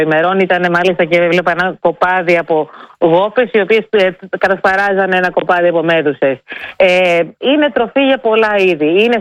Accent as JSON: {"language": "Greek", "country": "Greece", "said": "όλοι έχουμε δει μέδουσες μεγαλώνοντας στην Ελλάδα"}